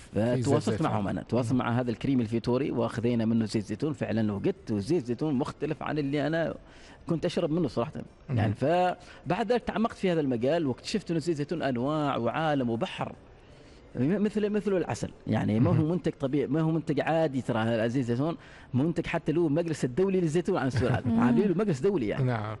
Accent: Oman

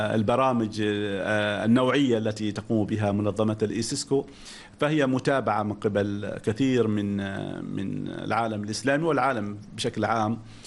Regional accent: Oman; أنا كعماني

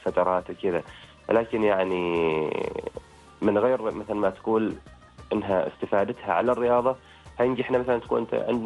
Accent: Oman; معنا في السلطنة

